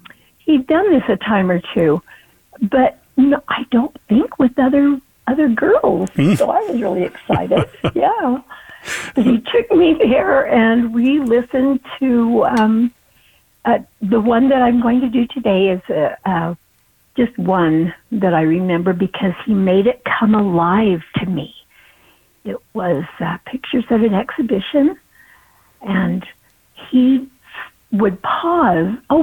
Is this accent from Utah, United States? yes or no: yes; Lehi, Utah, United States; from Lehigh, Utah.